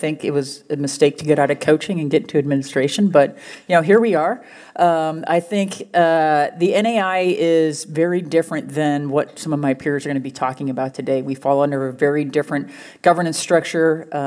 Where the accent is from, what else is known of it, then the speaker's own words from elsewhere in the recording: Wisconsin, United States; now in Boise area, United States; I'm actually from Wisconsin. I'm a Midwest kid at heart.